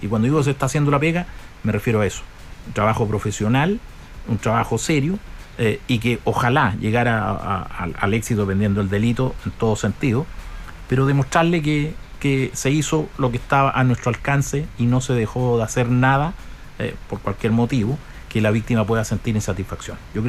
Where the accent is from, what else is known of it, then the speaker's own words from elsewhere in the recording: Ñuble, Chile; Yo soy de Ñuble desde toda mi vida, nacido, criado acá en esta región